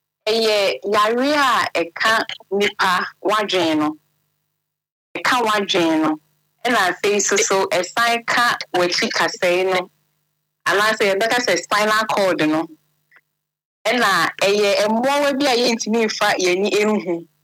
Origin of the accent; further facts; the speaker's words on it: Upper West, Ghana; I'm from Upper West.